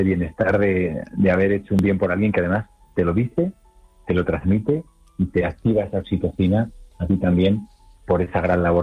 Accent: Spain; por lo menos en España, que tenemos unos servicios de salud mental para la infancia y para la adolescencia

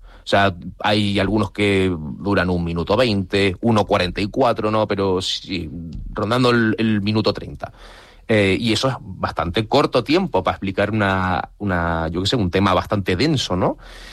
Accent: Fuerteventura, Canary Islands, Spain; mis padres son ingleses, nací en Fuerteventura, me he criado en Fuerteventura, así que técnicamente por crianza y tal, y nacimiento soy canario, pero de sangre, digamos, y de, bueno, de apellido, ¿no? Se habrán dado cuenta … no es exactamente el apellido más...

